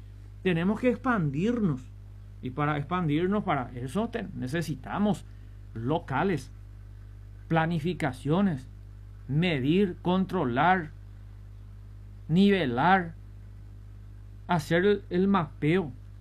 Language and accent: Spanish; Presidente Franco, Alto Paraná, Paraguay; nací en Franco. Y desde los 7 años vendo diario por la calle y justamente de esa zona de San Miguel.